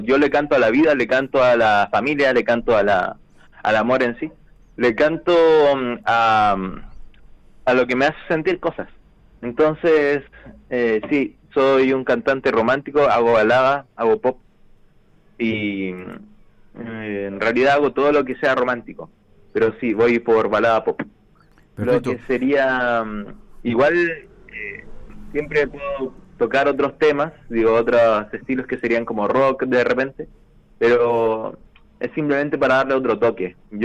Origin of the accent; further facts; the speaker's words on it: Santiago, Santiago Metropolitan Region, Chile; Santiago.